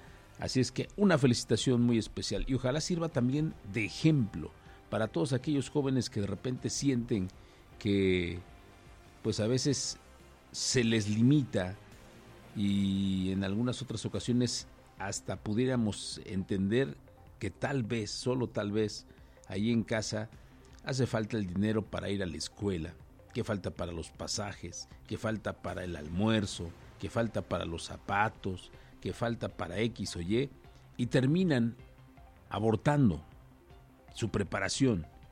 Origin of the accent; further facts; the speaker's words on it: Oaxaca, Mexico; y lo cual, para nosotros como oaxaqueños, saber que ella nació acá